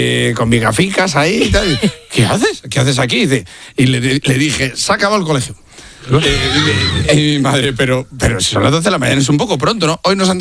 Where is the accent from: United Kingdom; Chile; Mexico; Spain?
Spain; Casasola de Arión, Castile and León; yo iba a la escuela en mi pueblo. Pueblo, Casasola de Arión, y era un pueblo pequeño, ¿no?